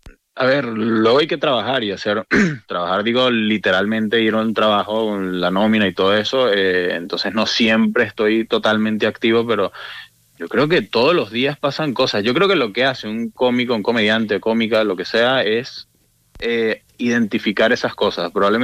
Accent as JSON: {"language": "Spanish", "country": "Venezuela", "tie": "born or raised there", "moved": "as an adult", "lives_now": "Spain"}